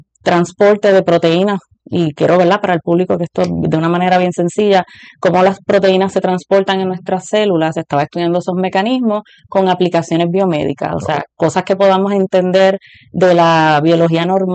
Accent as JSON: {"language": "Spanish", "town": "Ponce", "country": "Puerto Rico", "tie": "born or raised there", "also_born_or_lived": "Mayagüez", "said": "yo soy de Ponce, de la playa de Ponce. Okay. Me crié allá, pero entonces ya jovencita, a los 15 años, me fui a Mayagüez a la escuela de Croem."}